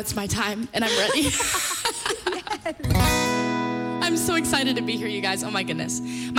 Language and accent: English; Richmond, Virginia, United States; I'm from Richmond, Virginia. And I grew up doing musical theater